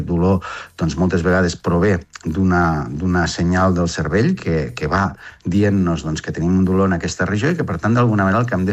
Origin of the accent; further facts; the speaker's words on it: Balaguer, Catalonia, Spain; now in Barcelona, Spain; Jo sóc de Lleida, de Balaguer.